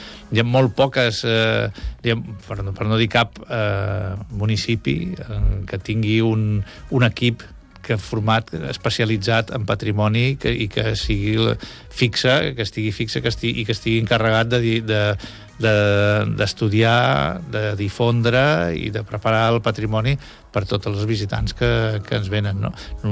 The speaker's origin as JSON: {"language": "Catalan", "town": "L'Hospitalet de Llobregat", "region": "Catalonia", "country": "Spain", "tie": "born or raised there", "also_born_or_lived": "Barcelona", "moved": "as an adult", "lives_now": "Calafell, Spain", "said": "Jo vaig néixer... vaig néixer a Barcelona, a la maternitat, però bueno, soc fill d'Hospitalet de Llobregat."}